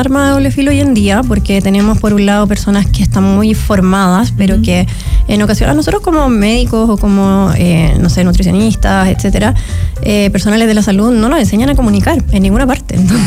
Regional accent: Chile; accent: Chilean

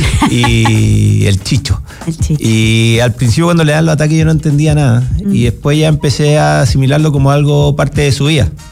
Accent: Viña del Mar, Valparaíso, Chile; Yo soy de Viña.

